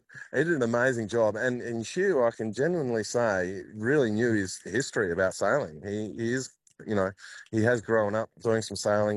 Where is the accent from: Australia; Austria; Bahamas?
Australia; Fremantle, Western Australia; I grew up racing here in Fremantle and, you know, on the Swan River.